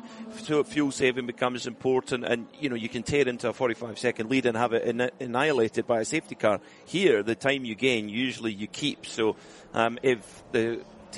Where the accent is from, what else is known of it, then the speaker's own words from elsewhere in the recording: Scotland, United Kingdom; And I'm Scottish, so that, you know, that's a hard end pound.